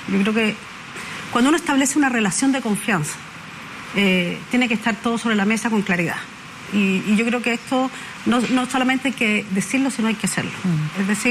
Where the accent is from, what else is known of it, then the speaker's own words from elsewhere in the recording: Chile; Y yo creo que nosotros tenemos que como chilenos, buscar la mejor convivencia entre todos pensando en el bien de Chile.